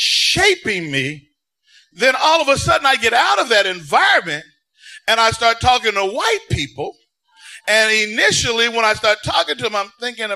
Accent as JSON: {"language": "English", "town": "Chicago", "region": "Illinois", "country": "United States", "tie": "born or raised there", "said": "I grew up in South Side of Chicago, all around black people"}